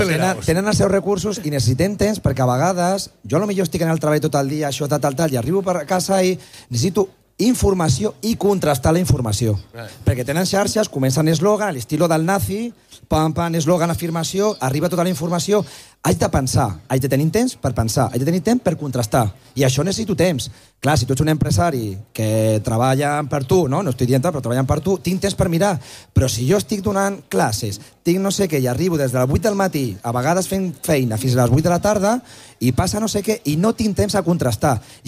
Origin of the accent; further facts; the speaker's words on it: Terrassa, Catalonia, Spain; Jo soc del Vallès de Terrassa